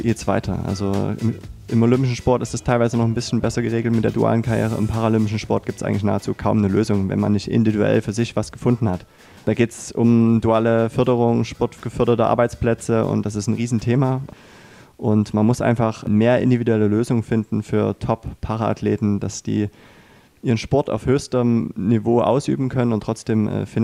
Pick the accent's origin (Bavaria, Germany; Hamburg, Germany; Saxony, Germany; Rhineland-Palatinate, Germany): Saxony, Germany; Leipzig; als Leipziger schlägt natürlich mein Herz für Berlin plus mit Leipzig.